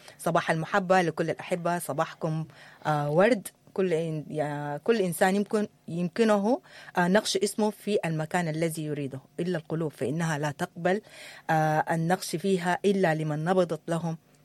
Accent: Sudan; الوضع بتاعنا احنا كسودانيين

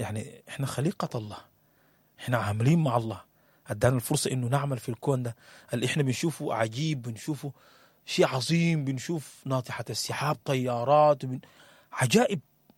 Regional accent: Sudan

